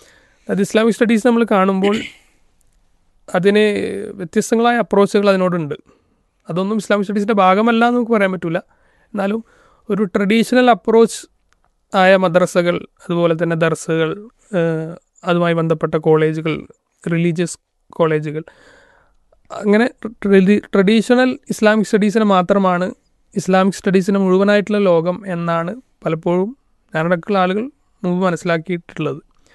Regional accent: Kurumathur, Kerala, India; also born or lived in Nilambur; ഞാൻ കണ്ണൂർ ജില്ലയിലെ തളിപ്പറമ്പിനടുത്തുള്ള കുറുമാത്തൂർ എന്ന പ്രദേശത്തു നിന്നാണ് വരുന്നത്.

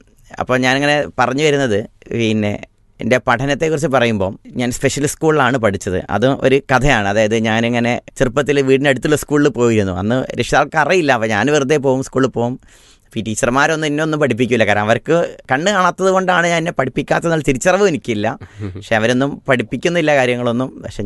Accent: Koodaranji, Kerala, India; കോഴിക്കോട് ജില്ലയിലെ മലയോര മേഖലയിലെ ഒരു പ്രദേശമാണ് കൂടരഞ്ഞി. അവിടെയാണ് ജനിച്ചു വളർന്നത്.

